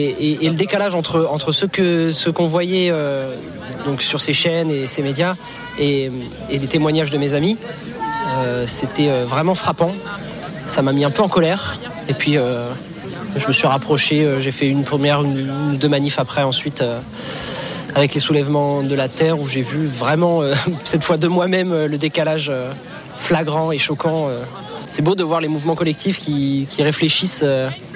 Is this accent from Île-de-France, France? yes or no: no; Brest, Brittany, France; Eh bien, moi, je viens de Brest. Je viens de Brest, où je suis en train de travailler là-bas.